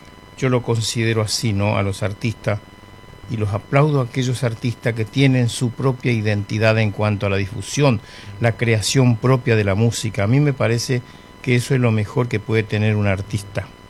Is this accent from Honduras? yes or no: no; Ushuaia, Tierra del Fuego, Argentina; yo soy de Ushuaia